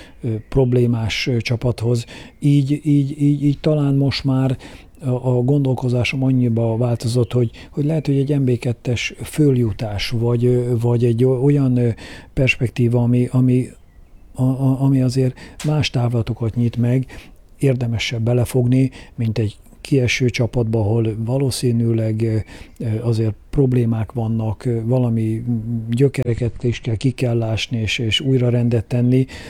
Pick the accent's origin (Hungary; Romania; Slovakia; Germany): Hungary; Kecskemét, Bács-Kiskun; a kecskeméti lakosokra, nem csak azért, mert itt születtem, ugye a városközpontban, itt nőttem föl az egyik városrészben, ugye a Széchenyi városba